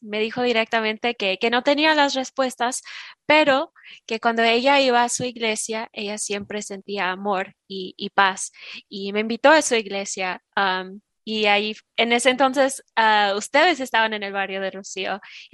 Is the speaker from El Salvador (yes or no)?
no; Mexico; Para empezar, yo y mi familia somos de México, así que desde pequeña me llevaron a la iglesia católica y yo llegué a ser monaguía en esa iglesia.